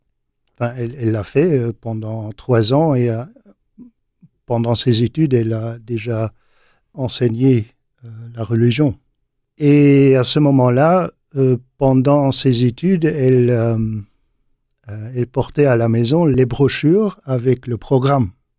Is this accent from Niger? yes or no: no; Lokeren, Flanders, Belgium; Je suis grandi en Flandre orientale, pas loin de Gand, c'est-à-dire 20-25 kilomètres de Gand, à une ville qui s'appelle Lokeren.